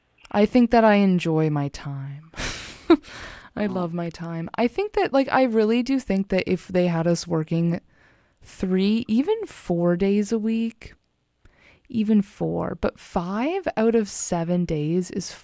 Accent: Ontario, Canada; moved away; Me as well, in Ontario.

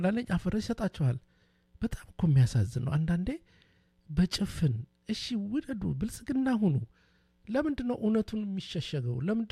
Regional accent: Dire Dawa, Ethiopia; ያው እኔ ድሬዳዋ ነው የተወለድኩት እንግዲህ አሁን ኦሮሚያ ክልል ነው ተወልጄ ያደኩት አይደለም እንዴ?

